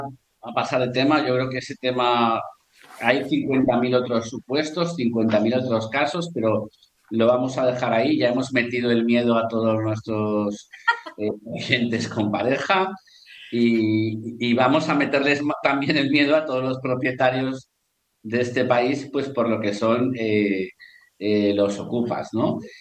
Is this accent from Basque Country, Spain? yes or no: no; Valencian Community, Spain; yo también soy valenciano.